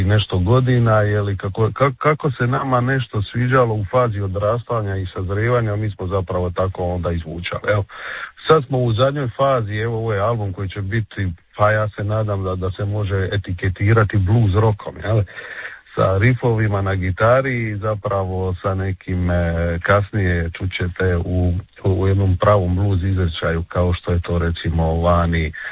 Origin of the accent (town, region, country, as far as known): Dalmatia, Croatia; now in Zagreb, Croatia